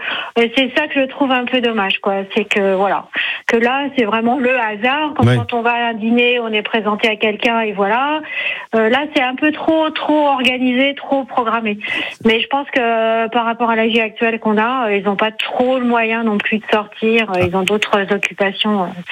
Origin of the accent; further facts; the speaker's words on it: Paris, Île-de-France, France; je suis née à Paris. Donc, même en Paris, on sortait